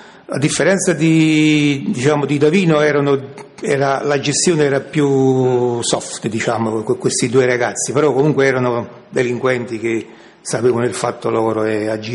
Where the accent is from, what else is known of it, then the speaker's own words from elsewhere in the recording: Cellole, Campania, Italy; io sono di Cellole, quindi sarebbe 15 chilometri.